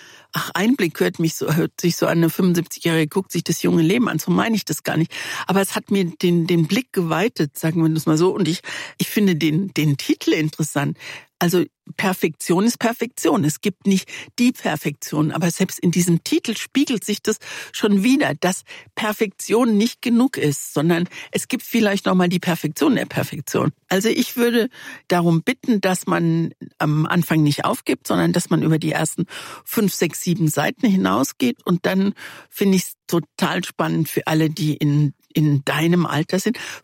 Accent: Morocco; Ja, als Marokkanerin mit Französisch ist lächerlich.

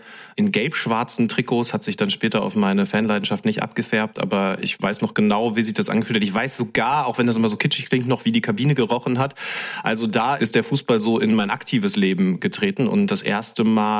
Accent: Bahrdorf, Lower Saxony, Germany; Ich habe aber für den Turn- und Sportverein Bardorf gespielt, weil das mein Heimatdorf ist, es so 1 Kilometer von Rickensdorf entfernt ist.

